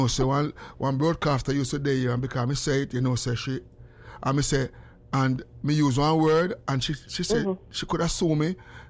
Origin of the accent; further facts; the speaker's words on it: Jamaica; And as a Jamaican, and you go there and say, corn, what are you going to do for dinner?